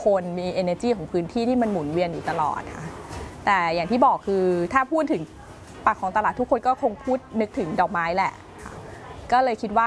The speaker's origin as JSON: {"language": "Thai", "town": "Pak Khlong Talat", "region": "Bangkok", "country": "Thailand", "tie": "born or raised there", "said": "กับปากคลองคือชีวิตที่เราเกิดโตอาศัยและอยากจะให้มันหมุนเวียนต่อไป"}